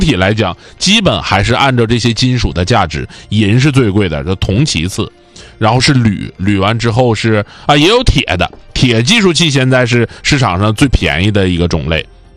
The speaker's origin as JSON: {"language": "Chinese", "region": "Northeast China", "country": "China", "accent": "Northeastern dialect", "said": "我们东北话这个憋度啊，我不知道南方朋友能不能听懂啊"}